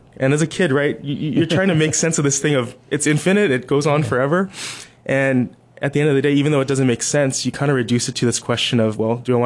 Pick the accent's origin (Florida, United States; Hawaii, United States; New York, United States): Hawaii, United States; Ewa Beach; Eva Plantation.